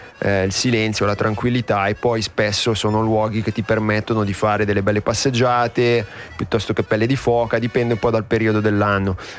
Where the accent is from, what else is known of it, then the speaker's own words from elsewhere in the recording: Cardano al Campo, Lombardy, Italy; moved away; also born or lived in Varese; io sono italiano, nato a Varese, cresciuto a Cardano al Campo, che è una città, però è un piccolo paese della provincia di Varese.